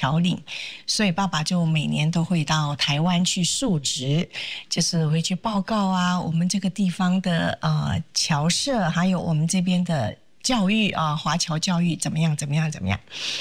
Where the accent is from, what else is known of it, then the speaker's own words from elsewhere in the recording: Laos; 那说起来我小的时候呢，可能很多很多人不知道我原来是从辽国来的哦，而且是在辽国出生的。那这个讲起来就是因为我的父亲啊，当时就是逃离中国嘛，因为战争。